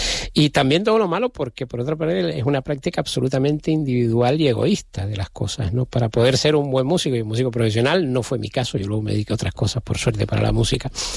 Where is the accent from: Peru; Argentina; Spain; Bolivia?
Spain; Canary Islands